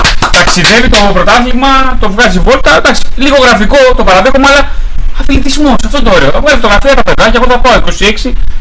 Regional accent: Agrinio, Western Greece, Greece; είμαι από τα Γρήνια περίπου.

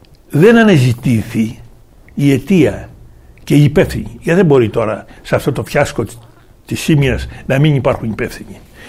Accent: Peloponnese, Greece; Ναι, στην πατρίδα μου έχουμε μία λίμνη, Τάκα. Εκεί επιδιδόμουν εγώ στα ναυτικά.

